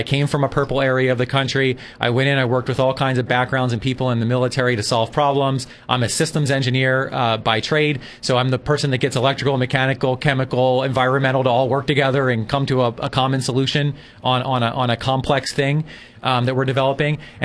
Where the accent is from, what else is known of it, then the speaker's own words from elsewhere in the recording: Philadelphia, Pennsylvania, United States; moved away as an adult; now in Carpinteria, United States; I grew up in the Philadelphia area. I grew up a lower income kid.